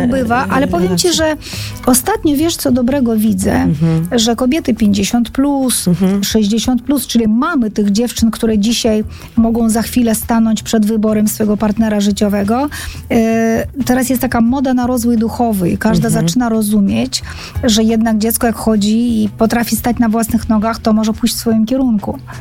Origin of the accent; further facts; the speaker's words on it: Georgia; moved away; w Gruzji nad Czarnym Morzem się wychowałam